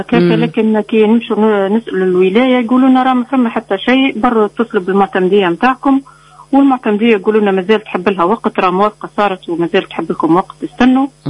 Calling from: Djerba, Medenine, Tunisia

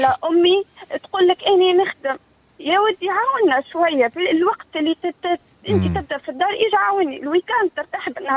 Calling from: Jemmal, Monastir Governorate, Tunisia

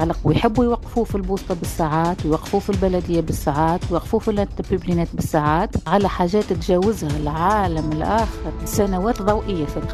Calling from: Tunisia; عندنا في تونس

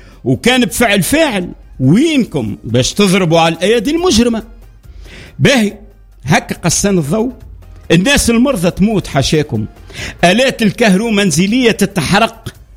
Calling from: Tunisia; عندنا في تونس

